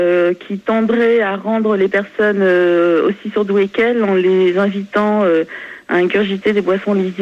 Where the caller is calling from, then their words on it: Douai, Hauts-de-France, France; je suis sur Douai.